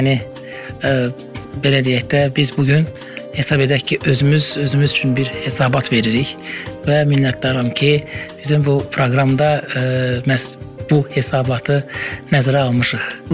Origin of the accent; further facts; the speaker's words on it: Baku, Azerbaijan; born there; Uşaq vaxtı həm gördüklərim, Bakıda ünsiyyətdə olduğum insanlar, qohumlar, babam, nənəm, anam